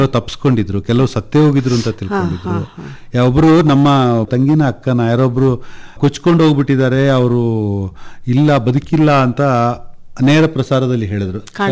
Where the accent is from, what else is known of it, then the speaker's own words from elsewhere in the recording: Kodagu, Karnataka, India; ನಮ್ಮ ಊರಲ್ಲಿ, ನಮ್ಮ ಕೊಡಗಿನಲ್ಲಿ